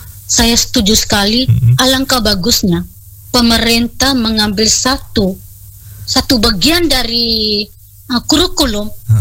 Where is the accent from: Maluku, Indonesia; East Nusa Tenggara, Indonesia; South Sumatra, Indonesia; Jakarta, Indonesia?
East Nusa Tenggara, Indonesia; Ende; kita orang Ende itu kita sudah daerah otonom toh